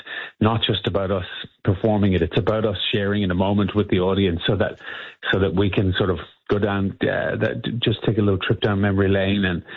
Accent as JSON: {"language": "English", "country": "Ireland", "tie": "born or raised there", "moved": "yes", "said": "I was a dancer growing up in Ireland."}